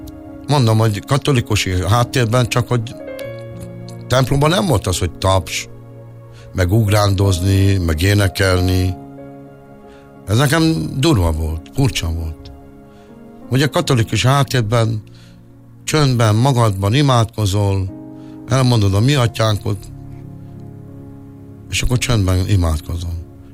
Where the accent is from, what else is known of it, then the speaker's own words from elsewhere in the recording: Budapest, Hungary; Budapesten, a hétkerületben, mert én Klauzár téren nőttem föl, ott is jártam suliba, a Dohány utcába